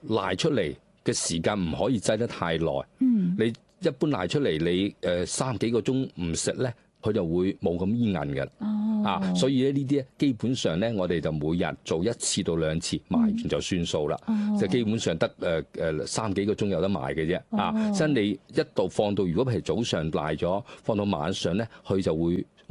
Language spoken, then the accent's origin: Cantonese; Guangzhou, Guangdong, China; 就系日常我哋广州人咧食早餐啊，咁佢会煮成好似糊状咁样。